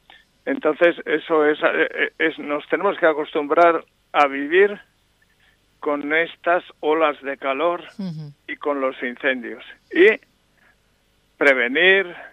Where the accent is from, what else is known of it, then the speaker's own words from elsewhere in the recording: Aragon, Spain; mi tierra de Monegros